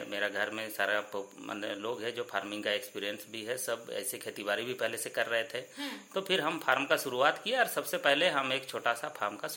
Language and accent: Hindi; Galudih, Jharkhand, India; और मैं पूर्वी सिंहभूम गालुडी क्षेत्र से, मेरा गांव का नाम है हलुद्वानी।